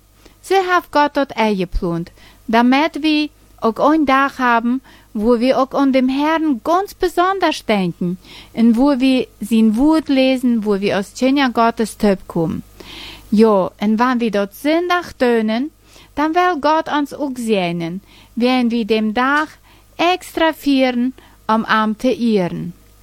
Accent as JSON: {"language": "German", "region": "Bern", "country": "Switzerland", "tie": "born or raised there", "said": "in meine Heimat, in Emmental, in der Schweiz"}